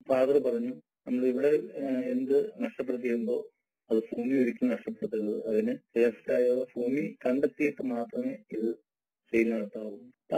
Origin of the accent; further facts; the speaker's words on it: Ernakulam, Kerala, India; born there; എന്റെ വീട് എറണാകുളം മൂവാറ്റ റോഡില്, പ്രിൻസ് പുറ്റമാനൂർ എന്ന് പറഞ്ഞ ഒരു ചെറിയ ഗ്രാമത്തിലാണ്.